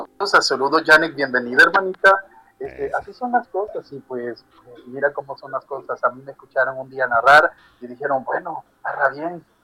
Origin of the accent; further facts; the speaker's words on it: El Salvador; Yo soy nativo de El Salvador